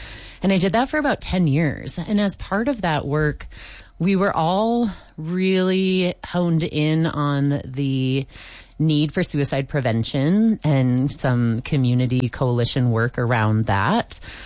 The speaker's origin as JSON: {"language": "English", "region": "Wisconsin", "country": "United States", "tie": "born or raised there", "said": "I grew up in Wisconsin, right on the border of Minnesota, ended up at school at the University of Minnesota Duluth."}